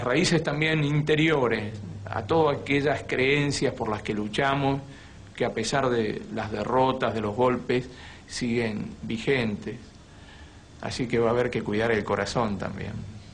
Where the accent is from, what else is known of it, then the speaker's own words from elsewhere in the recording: Argentina; soy argentino, mi padre es libanés, tengo 55 años.